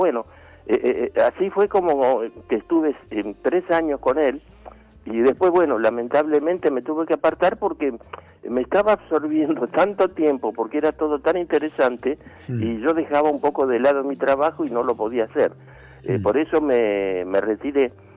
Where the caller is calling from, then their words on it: Buenos Aires, Argentina; de Villa Santa Rita.